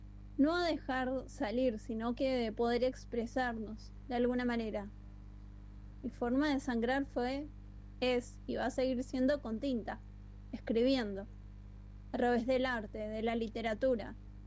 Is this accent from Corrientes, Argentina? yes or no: yes; Corrientes, Argentina; born there; now in Río Grande, Argentina; hasta Corrientes, donde nací. Porque como muchos fueguinos, yo también soy de otro lado. Soy fueguina por adopción.